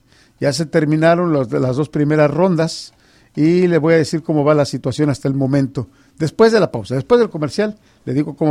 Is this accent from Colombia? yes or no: no; Mexico; de los que somos mexicanos, lógicamente.